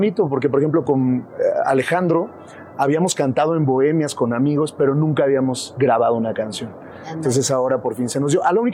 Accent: Huamantla, Tlaxcala, Mexico; Pues vengo de Huamantla, o sea, al final como digo, que uno sale del pueblo, pero el pueblo no sale de uno.

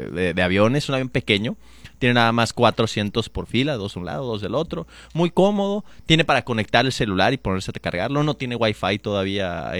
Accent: Mexico City, Mexico; Yo vengo de la Ciudad de México y voy en burro siempre, todas las veces.

